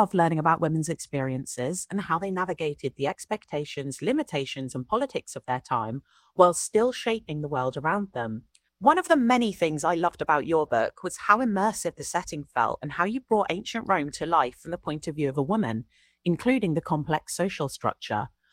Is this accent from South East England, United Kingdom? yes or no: yes; Portsmouth, South East England, United Kingdom; I'm from Portsmouth in the UK.